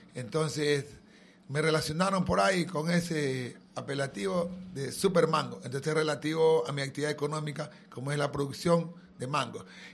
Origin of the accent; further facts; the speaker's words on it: Vinces, Los Ríos, Ecuador